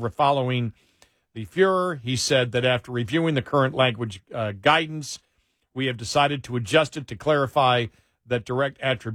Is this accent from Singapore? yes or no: no; Ireland; I'm Irish. I didn't take personal offense to that.